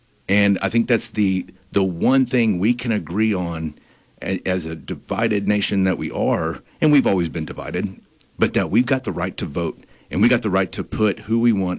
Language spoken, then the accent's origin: English; Texas, United States; born or raised there